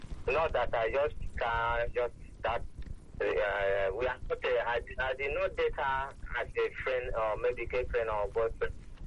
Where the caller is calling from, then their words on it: Lagos, Nigeria; From Ajah.